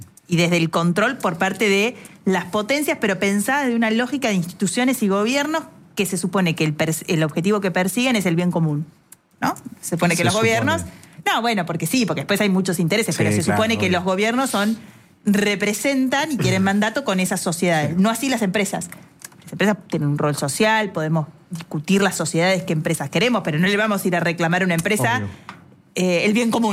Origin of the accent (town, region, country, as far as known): Argentina